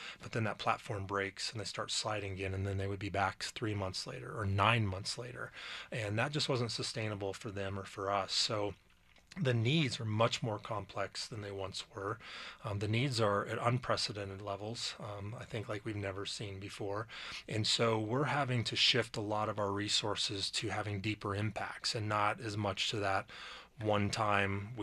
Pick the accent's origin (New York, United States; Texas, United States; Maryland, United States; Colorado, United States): Colorado, United States; Loveland; also born or lived in Fort Collins, Colorado / Kansas; So I grew up in the Front Range. I grew up in Loveland, Fort Collins. Went to school out in Kansas and then moved back to the Front Range.